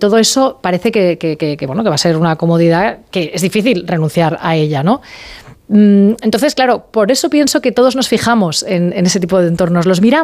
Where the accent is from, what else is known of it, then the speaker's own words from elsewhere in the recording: Sant Feliu de Llobregat, Catalonia, Spain; Yo había estado trabajando en Barcelona hasta aquel momento, porque soy de San Feliu de Llobregat